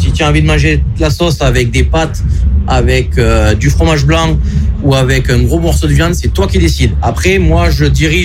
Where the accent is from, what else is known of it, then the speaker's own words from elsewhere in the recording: Mudaison, Occitanie, France; Moi, je suis à côté, je suis de Mudaison, donc les mecs de Moguio qui font beaucoup de trimmers et tout ça.